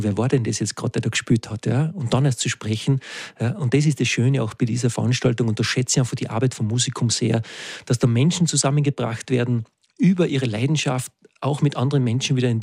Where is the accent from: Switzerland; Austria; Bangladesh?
Austria; Carinthia; Also ich bin in Kärnten aufgewachsen und da waren wir entweder beim Chor oder bei der Trachtenkapelle